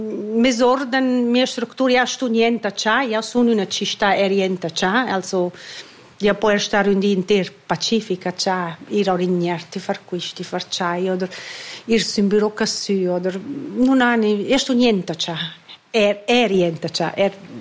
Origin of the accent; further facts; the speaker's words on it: Müstair, Graubünden, Switzerland; sono io ora sono da Mistair e non da nulla altro.